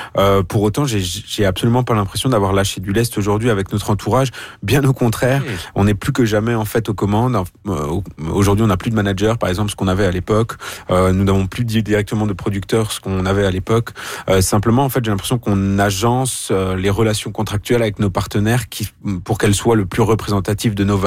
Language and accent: French; Grand Est, France; On a collaboré avec un orchestre symphonique chez nous en Alsace, parce qu'on est alsacien en fait, de l'est de la France.